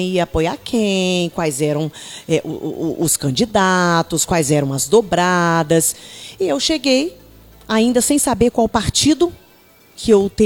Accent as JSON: {"language": "Portuguese", "region": "Minas Gerais", "country": "Brazil", "tie": "born or raised there", "also_born_or_lived": "São Paulo / Maranhão", "moved": "as an adult", "lives_now": "interior of Rio de Janeiro state, Brazil", "said": "São Paulo. E quando eu era criancinha, eu fui para Minas, interior de Minas, porque meus pais queriam sair da cidade grande, porque né, existe uma violência latente. Meus pais não queriam criar os filhos ali, nós fomos para Minas. E eu fiquei a minha adolescência e parte da minha juventude em Minas. Depois eu morei no Maranhão"}